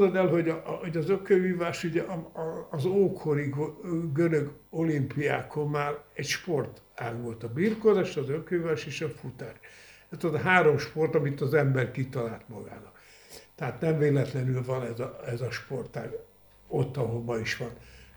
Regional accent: Budapest, Hungary; Az édesapám, édesanyám, meg a 6 kerületben a Liget mellett töltöttem az időmet.

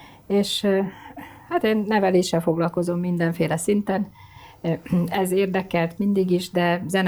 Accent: Pécs, Baranya, Hungary; born there; Pécsett, egyébként Pécsett is élünk, én ott is születtem.

